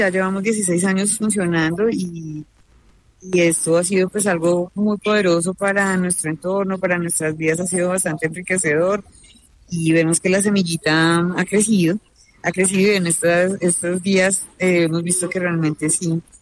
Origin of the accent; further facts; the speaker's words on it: Huila, Colombia; born there; now in Guainía, Colombia; Pues a mí Guainía me adoptó, yo soy nacida en el Huila.